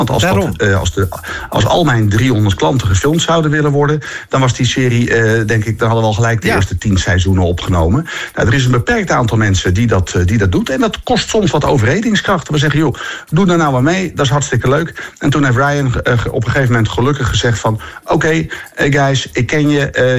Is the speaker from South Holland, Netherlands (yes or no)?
yes; Rotterdam, South Holland, Netherlands; voor mij als Rotterdammer